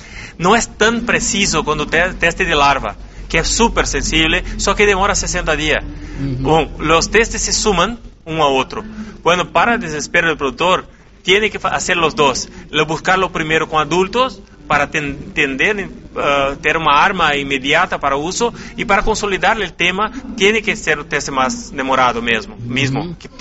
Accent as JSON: {"language": "Spanish", "town": "Uruguaiana", "region": "Rio Grande do Sul", "country": "Brazil", "said": "soy de Uruguayana"}